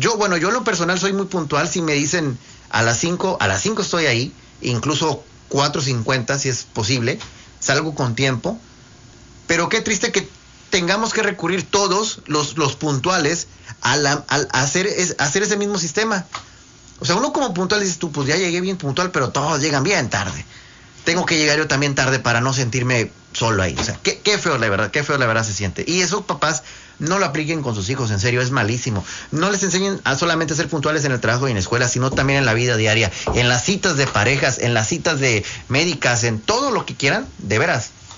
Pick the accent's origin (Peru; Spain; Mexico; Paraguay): Mexico; como mexicanos tenemos que volver a confirmar ese sí